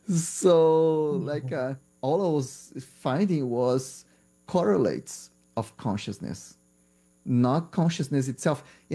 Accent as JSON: {"language": "English", "country": "Brazil", "tie": "born or raised there", "second_language": "English", "said": "because I'm from Brazil, and Brazil medical school is undergrad."}